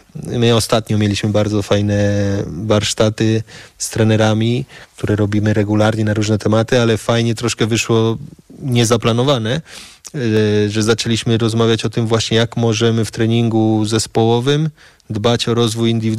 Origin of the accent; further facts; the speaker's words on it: Spain; jak ja się wychowałem w Hiszpanii i mi jak grałem w piłkę, jak jako dzieciak, jako starszy zwracali mi na to uwagę